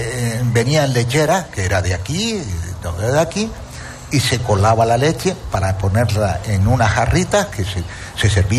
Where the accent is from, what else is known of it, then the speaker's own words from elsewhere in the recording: Canary Islands, Spain; born there; Hombre, yo soy nacido en Gran Canaria. ¿No? Pero cuando he venido aquí al sur hace 45 años, ya mi mujer me dijo, dice, de aquí yo no me muevo.